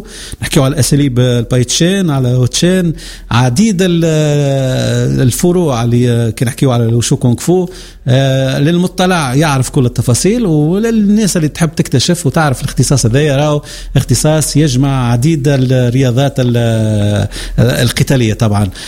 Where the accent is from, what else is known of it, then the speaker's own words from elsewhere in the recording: Tunisia; بلادنا تونس